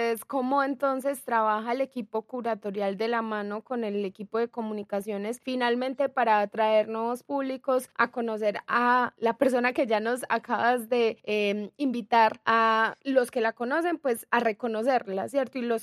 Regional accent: Antioquia, Colombia; no solamente para nosotros como antioqueños, sino para Colombia.

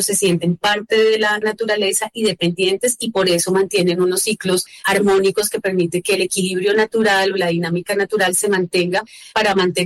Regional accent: Colombia

